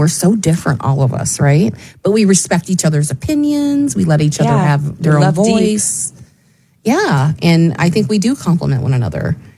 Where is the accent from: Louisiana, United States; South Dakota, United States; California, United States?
California, United States; And I came from the California coast where it's a little bit of humidity, very tepid.